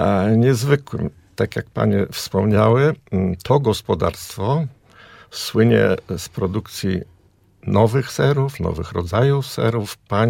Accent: Bydgoszcz, Kuyavian-Pomeranian Voivodeship, Poland; ja pochodzę z Bydgoszczy, mieszkał 25 kilometrów od Bydgoszczy

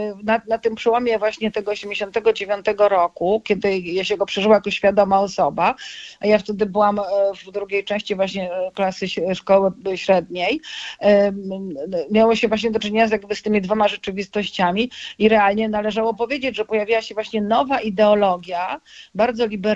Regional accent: Poland; pochodzę z Polski południowo-wschodniej

